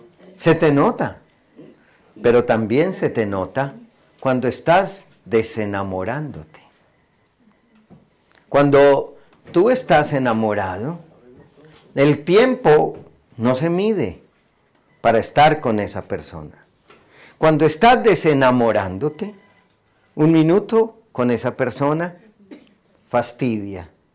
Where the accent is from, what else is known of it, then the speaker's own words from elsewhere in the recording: Colombia; en mi país, en Colombia